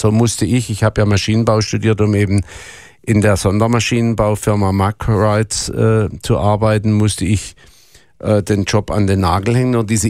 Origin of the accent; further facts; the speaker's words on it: Freiburg im Breisgau, Baden-Württemberg, Germany; Ich bin Südpartner und in der Nähe der Schweiz eigentlich geboren und aufgewachsen, in Freiburg, im Breisgau geboren. Und meine Wurzeln sind auch ein bisschen in der Schweiz. Ich habe Verwandtschaft im Aargau.